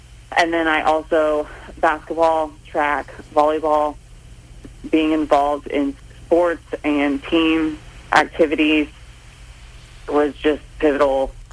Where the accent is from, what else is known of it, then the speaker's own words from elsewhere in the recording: Holton, Kansas, United States; So I am originally from Holton, Kansas, which is northeast Kansas, and grew up, my parents had more of a hobby farm.